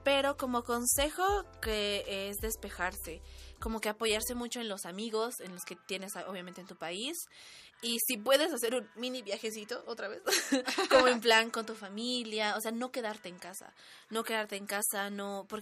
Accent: Bolivia; now in Mexico

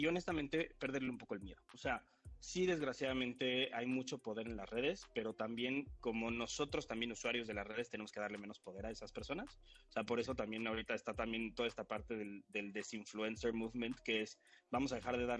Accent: Mexico

